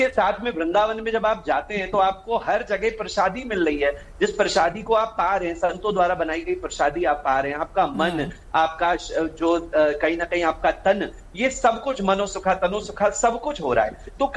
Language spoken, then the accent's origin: Hindi; Uttar Pradesh, India; मैं खुद उत्तर प्रदेश से हूं